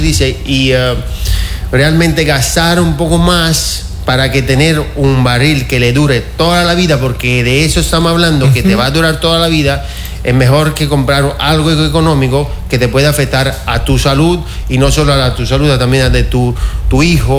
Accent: Italy; now in Santo Domingo, Ecuador; Bueno, yo soy de Italia

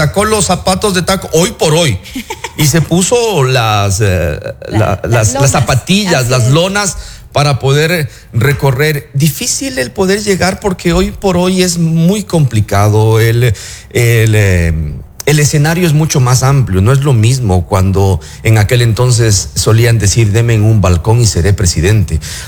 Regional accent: Santo Domingo, Santo Domingo de los Tsáchilas, Ecuador; Santo Domingo es gente de, es tierra de gente muy emprendedora

